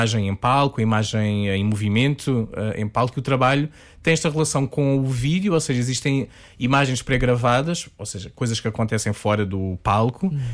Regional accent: Algarve, Portugal; moved away as an adult; now in Lisbon, Portugal; Eu nasci no Algarve, eu sou algarvio, apesar de ter vindo aos 18 anos para Lisboa.

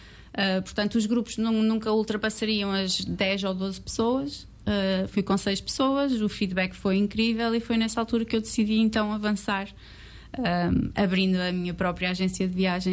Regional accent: Aveiro, Centro, Portugal; also born or lived in Porto; Nasci cá, estudei no Porto, na altura da universidade, mas sempre estive em Aveiro.

